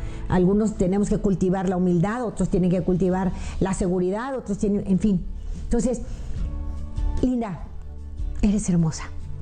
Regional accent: Mexico; Yo recuerdo mucho, no sé si sabes la historia, en mi país, México, cuando empezó a verse la televisión

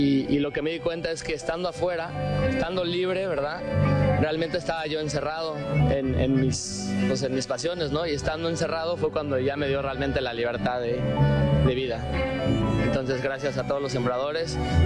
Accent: San Diego, California, United States; soy de San Diego y pues antes de mi conversión a través de ESNE Radio

